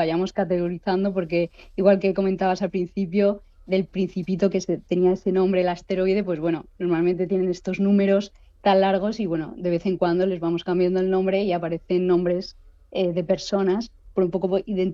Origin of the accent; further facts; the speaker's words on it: Madrid, Community of Madrid, Spain; Yo miraba siempre, iba al planetario, yo soy de Madrid, por ejemplo, iba siempre al planetario